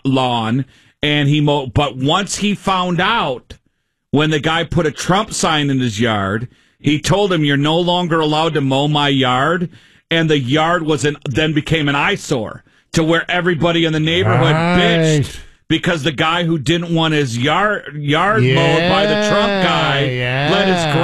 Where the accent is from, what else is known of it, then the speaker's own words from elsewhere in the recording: Arizona, United States; but we came from Arizona. And John McCain is a hero, and he's from Arizona. That's his state.